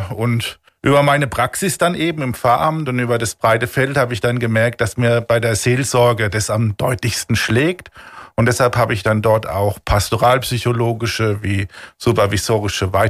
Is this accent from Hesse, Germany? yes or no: no; Sinsheim, Baden-Württemberg, Germany; moved away as an adult; also born or lived in Heidelberg; now in Konstanz, Germany; Gebürtig komme ich aus Sinsheim-Elsenz, studiert habe ich vornehmlich in Heidelberg